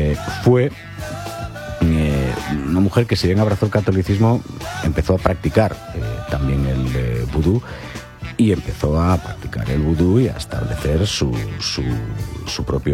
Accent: Galicia, Spain; Yo soy gallego, a ver las islas, ¿vale?

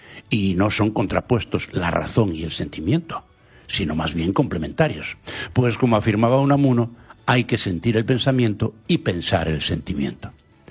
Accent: Galicia, Spain; first language Galician; Spanish is a second language; mi lengua materna, el gallego, ha definido con un precioso vocablo

